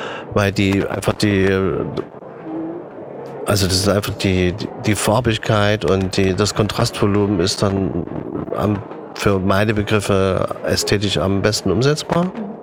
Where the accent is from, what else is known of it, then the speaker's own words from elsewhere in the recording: East Germany, Germany; ich bin an der DDR groß geworden.